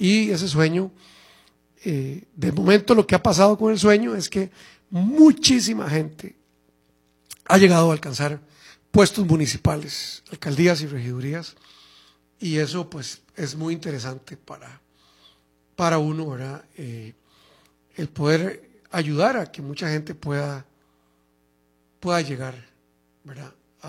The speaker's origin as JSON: {"language": "Spanish", "region": "San José", "country": "Costa Rica", "said": "yo soy de Montes de Oca, San José, ¿verdad? Hace 30 años más o menos llegué a la municipalidad de San Pedro yo."}